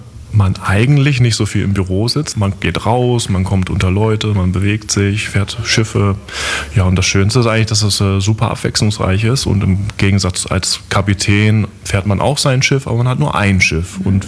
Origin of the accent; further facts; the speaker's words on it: Hamburg, Germany; Ja, ich komme aus Hamburg und hatte immer eine Verbindung hier zur Elbe und zum Meer.